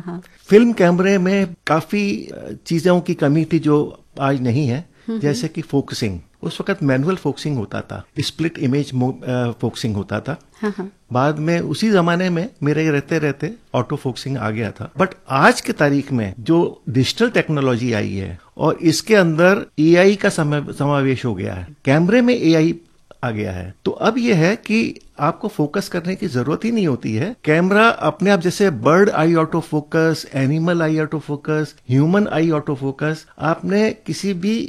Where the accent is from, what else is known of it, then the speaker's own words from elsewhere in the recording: Agra, Uttar Pradesh, India; मेरा जन्म दयालबाग आगरा में हुआ और बचपन मेरा पूरा आगरा में बीता।